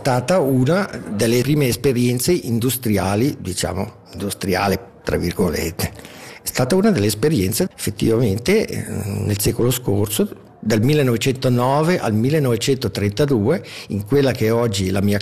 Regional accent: Ticino, Switzerland; noi siamo lombardi, almeno qui nel Sottocene, nel Mendrisiotto e appunto in Valle di Muggio

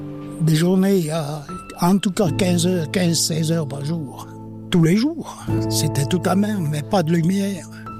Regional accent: Isérables, Valais, Switzerland; born there; Je suis né là, à Isérable

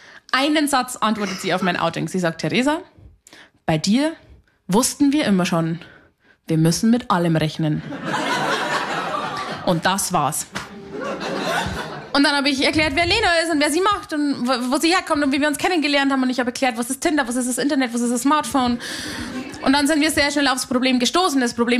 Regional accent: Bavaria, Germany; weil ich bin aus Hanusdorf bei Simbach bei London. Da ist er, da gibt's sowas nicht.

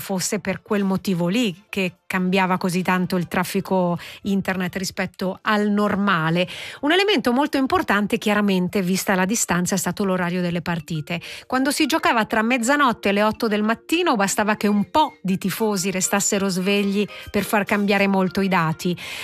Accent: Switzerland; che è la moneta da cui noi come Svizzera siamo circondati

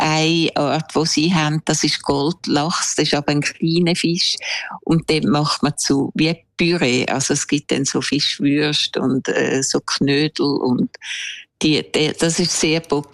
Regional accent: Switzerland; Und beim ersten habe ich so ein bisschen meine Jugend in der Schweiz beschrieben.

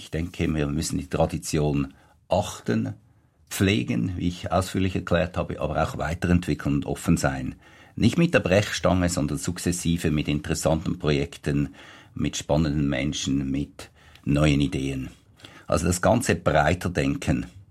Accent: Switzerland; Dann wachsen wir ja als Bevölkerung, als Schweizer Bevölkerung fast nicht mehr.

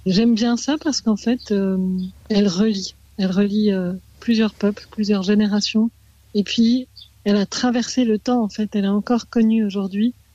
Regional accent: Switzerland; born there; also born or lived in Beirut, Lebanon; Je suis née en 84 à Beyrouth et puis j'ai été adoptée très vite, donc la même année en Suisse, par un couple franco-suisse.

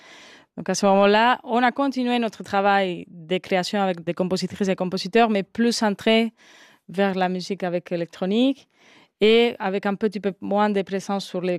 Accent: southern Spain, Spain; French is a second language; moved away; Nous venons de l'Espagne, tous les deux du Sud.

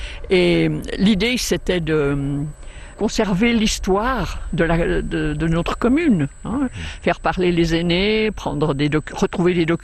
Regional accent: Vouvry, Valais, Switzerland; Non, on est valaisan.

